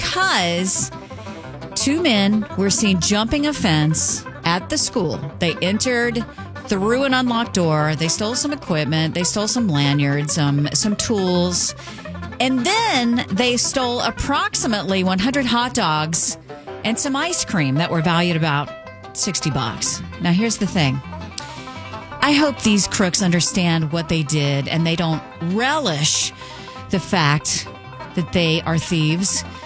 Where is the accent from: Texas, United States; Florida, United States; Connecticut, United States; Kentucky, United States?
Florida, United States; now in San Diego, United States; Hey, it's … I am a proud San Diegan. I've been here most of my life now, but I grew up in Florida.